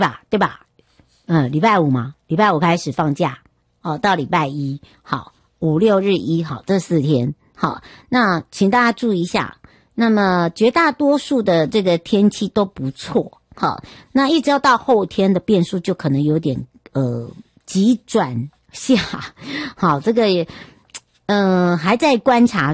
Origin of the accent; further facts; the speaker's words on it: Taiwan; 带回来的时候要回到我的故乡花东纵谷